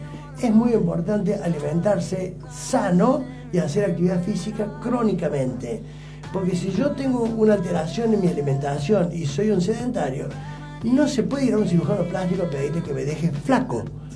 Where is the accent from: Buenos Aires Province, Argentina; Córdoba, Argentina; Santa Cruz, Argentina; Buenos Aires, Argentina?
Córdoba, Argentina; Jesús María; moved away; teníamos una clínica en Jesús María. Mi pueblo de origen, al cual amo.